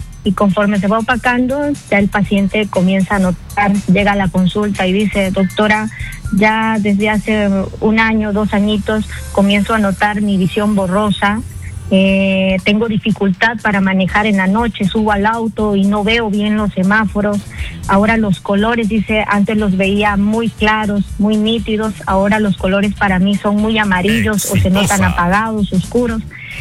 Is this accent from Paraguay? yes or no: no; Mexico; now in Peru; soy mexicana